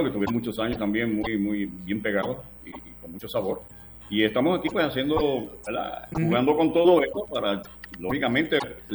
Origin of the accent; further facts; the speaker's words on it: Puerto Rico; es la realidad que somos boricuas y eso lo demostramos donde sea.